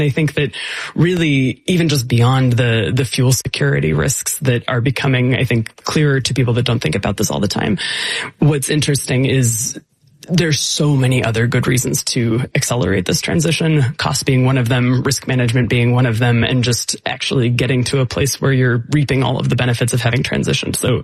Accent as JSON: {"language": "English", "country": "United States", "said": "But it's really funny for me as an American"}